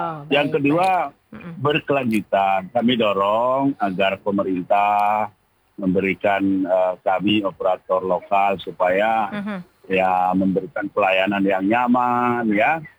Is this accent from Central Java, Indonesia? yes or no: no; Palembang, South Sumatra, Indonesia; Jadi itu tantangan kami orang Palembang itu kepada pemerintah khususnya sekuler kami.